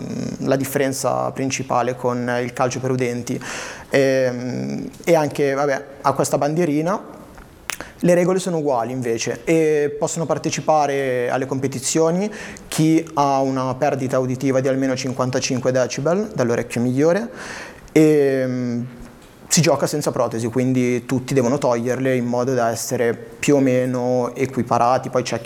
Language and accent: Italian; Lodi, Lombardy, Italy; perché sono di Lodi